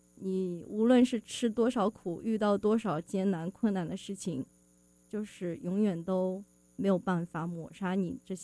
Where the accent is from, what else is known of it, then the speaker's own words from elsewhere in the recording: China; 因为我成长在中国